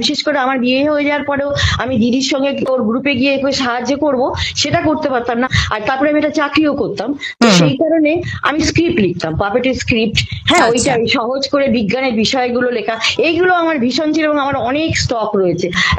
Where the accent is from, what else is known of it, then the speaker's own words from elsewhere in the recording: Burnpur, West Bengal, India; moved away as an adult; now in Kolkata, India; না জন্ম কলকাতা, মানে যেহেতু মামা বাড়ি কলকাতায় ছিল, জন্ম ওখানে হলো, মানে আমার বাবা ওখানে চাকরি করতেন তো আমরা ওখানেই ছোটবেলা থেকে থেকেছি, ওখানকার স্কুলেই পড়েছি।